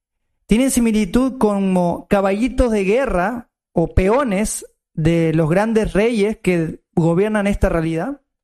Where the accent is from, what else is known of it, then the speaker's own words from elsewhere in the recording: Córdoba, Argentina; born there; Córdoba, donde yo nací